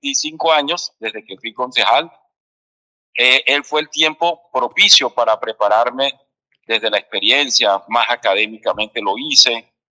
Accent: San Juan del Cesar, La Guajira, Colombia

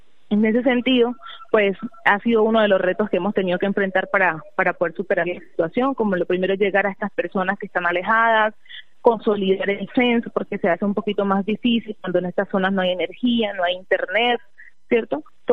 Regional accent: Buenaventura, Valle del Cauca, Colombia; moved away as an adult; now in San José del Palmar, Colombia; un cordial y especial saludo a toda mi gente de Buenaventura, de donde soy oriunda

